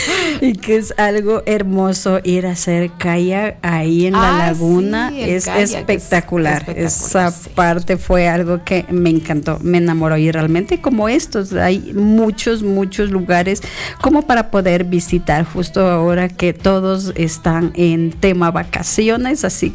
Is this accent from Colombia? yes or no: no; Sierra, Ecuador; pasas por el centro de la sierra, de donde es esta servidora de ustedes.